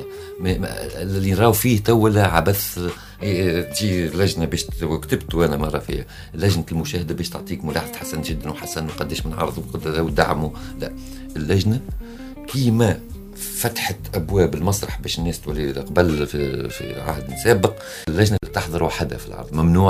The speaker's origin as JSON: {"language": "Arabic", "country": "Tunisia", "said": "أنا مسرحي تونسي"}